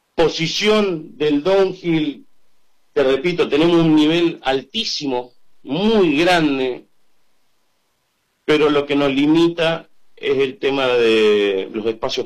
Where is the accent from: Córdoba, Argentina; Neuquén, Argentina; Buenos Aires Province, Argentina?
Neuquén, Argentina; te digo, de acá de Neuquén Capital, soy el único en esta disciplina. Te repito, con Santiago González, somos los dos de Neuquén que siempre generalmente salimos a representar.